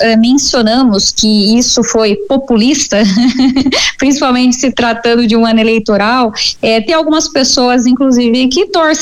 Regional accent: Brazil; como brasileira, né, eu vou lá e abro um CNPJ.

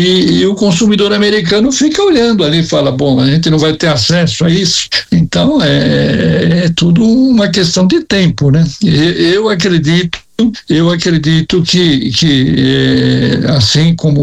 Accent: Brazil; Nenhum país do mundo que eu viajei a trabalho e que eu me apresentei, né, como brasileiro, em todos os lugares eu sempre fui muito bem recebido.

